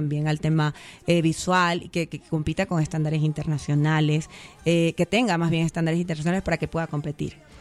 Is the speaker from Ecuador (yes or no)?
yes; Ecuador